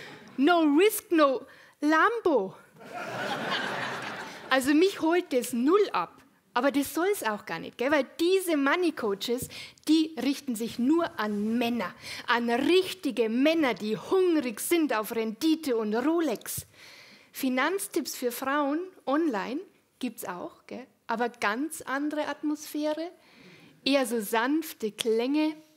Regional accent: Munich, Bavaria, Germany

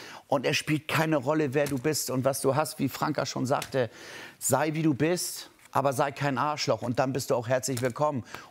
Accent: Hamburg, Germany; Als Hamburger Jung und dann Freunde auf der Eisbahn und dann die wohnten auf St. Pauli Platten und Blumen

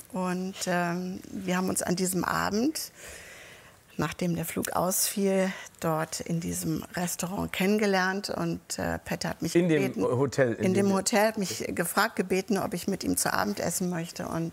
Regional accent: Northern Germany, Germany; Wir sind ja als Norddeutsche manchmal ein bisschen zurückhaltender.

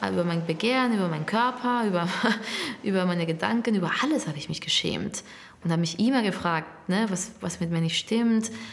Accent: Madrid, Community of Madrid, Spain; German is a second language; moved away as an adult; now in Berlin, Germany; Ich bin in Madrid geboren und aufgewachsen.

